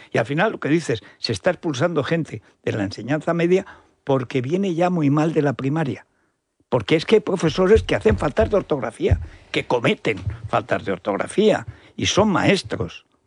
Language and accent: Spanish; Teruel, Aragon, Spain; moved away; also born or lived in Barcelona; yo he estudiado en la enseñanza pública con becas, de un pueblo, una familia pobre, en un pueblo perdido, en la montaña de Teruel. El nivel de la enseñanza pública en mi pueblo, en Teruel, estoy hablando de los años 60